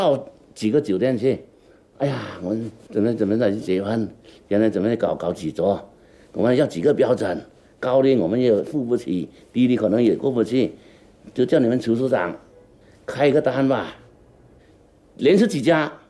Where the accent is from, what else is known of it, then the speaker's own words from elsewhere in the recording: Nanning, Guangxi, China; now in Beijing, China; 我们南宁人呢叫老友粉